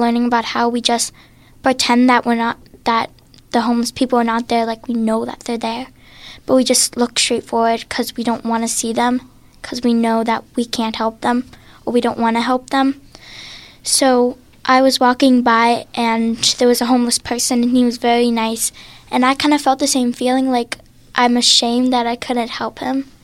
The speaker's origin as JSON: {"language": "English", "region": "Pennsylvania", "country": "United States", "said": "I'm from the north side."}